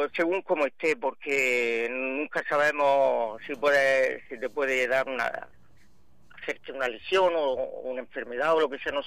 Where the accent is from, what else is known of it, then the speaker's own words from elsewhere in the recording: Sangonera la Seca, Region of Murcia, Spain; also born or lived in Alcantarilla; yo nací en Alcantarilla, después me he criado toda la vida en Sangonera la Seca, y ahora vivo en La Ñora.